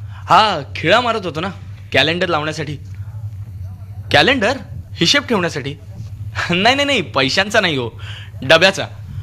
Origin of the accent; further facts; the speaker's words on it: Vadodara, Gujarat, India; now in Mumbai, India; मूळचा बडोद्याचा, सध्या मुंबईत बँकेत नोकरीला आहे.